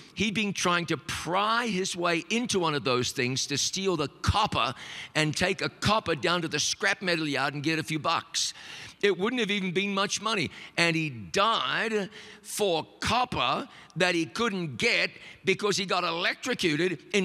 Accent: New Zealand; moved away; my home country of New Zealand

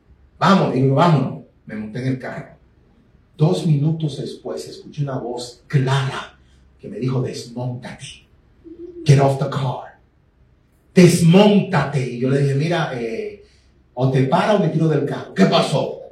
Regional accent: Dominican Republic; siendo dominicano

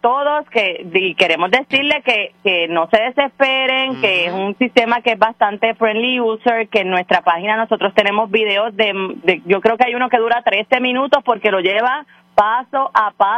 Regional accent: Vega Baja, Puerto Rico; Yo soy del mejor pueblo que tiene Puerto Rico, que es Vega Baja, la Vega ciudad Baja.

